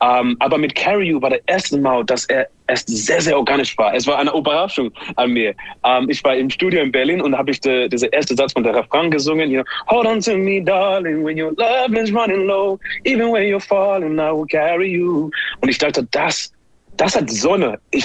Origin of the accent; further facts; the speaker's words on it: Zimbabwe; born there; German is a second language; moved away; ich bin in Zimbabwe geboren